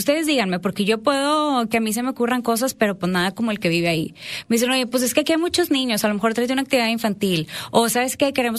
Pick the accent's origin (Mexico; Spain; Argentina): Mexico; Salinas Victoria, Nuevo León; moved away as an adult; now in Monterrey, Mexico; Yo nací aquí en Monterrey. Toda mi infancia viví en Salinas Victoria. La familia de mi papá es de Salinas, mi mamá de Monterrey. La convenció, se casó, se fue a vivir para allá y ahí crecí. En carrera me vine a vivir para acá